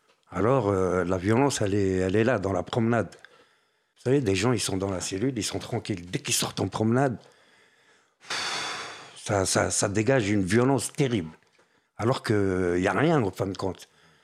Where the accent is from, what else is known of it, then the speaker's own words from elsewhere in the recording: Paris, Île-de-France, France; moi en tant que Parisien